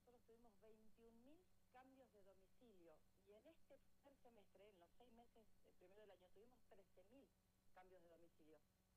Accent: Neuquén, Argentina; los neuquinos y las neuquinas

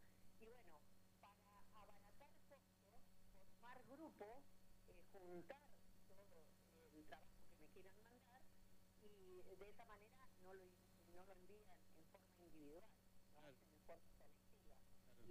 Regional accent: Salta, Argentina; now in Villa Ventura, Argentina; yo soy salteña, mirá, pero hace muchos años que vivo acá, en Villa Ventura

